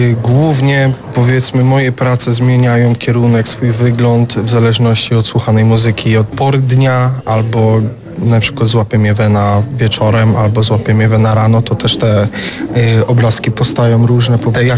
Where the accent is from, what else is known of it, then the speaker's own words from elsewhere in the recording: Prudnik, Opole Voivodeship, Poland; Dzień dobry … jestem z Prudnika.